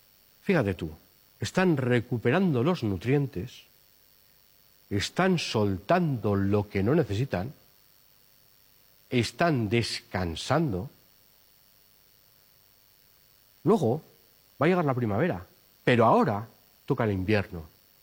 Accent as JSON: {"language": "Spanish", "region": "Navarre", "country": "Spain", "said": "los bosques de mi tierra allá en Navarra"}